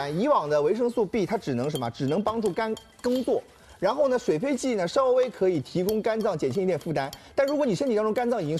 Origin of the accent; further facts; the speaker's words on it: China; 每一年以前过年啊，我们中国人过年中秋节的时候他都会给我寄姜黄